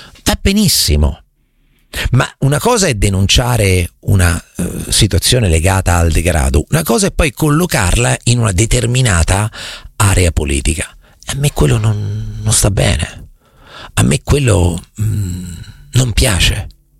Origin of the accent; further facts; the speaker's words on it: Marche, Italy; io sono marchigiano, quindi per me il lavoro è fatica. Nelle Marche non si dice vado a lavorare, si dice vado a fatica.